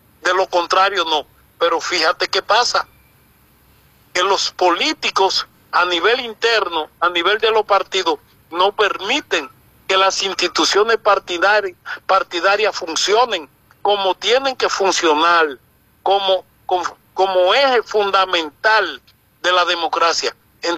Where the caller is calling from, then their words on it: Dominican Republic